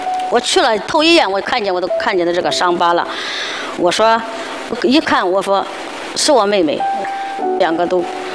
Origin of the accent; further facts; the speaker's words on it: Xinye, Henan, China; born there; also born or lived in Jiangbei County, Chongqing, Sichuan; 我们新野县